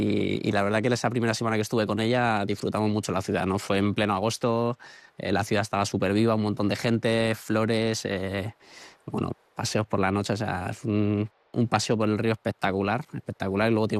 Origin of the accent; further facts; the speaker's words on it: Toledo, Castilla-La Mancha, Spain; now in Russia; De hecho, en mi ciudad natal, en Toledo, hay tres entrenadores que entrenaron aquí en Rusia.